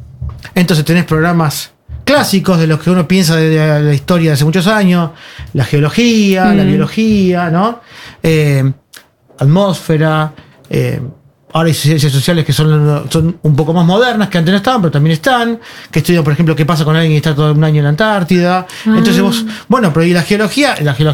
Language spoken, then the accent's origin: Spanish; Argentina; vengo de Argentina, que estamos en invierno.